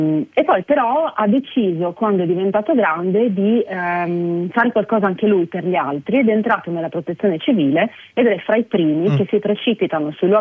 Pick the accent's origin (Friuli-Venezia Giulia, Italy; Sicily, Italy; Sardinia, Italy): Friuli-Venezia Giulia, Italy; Villesse; born there; Sì, esatto, sono nata a Villesse.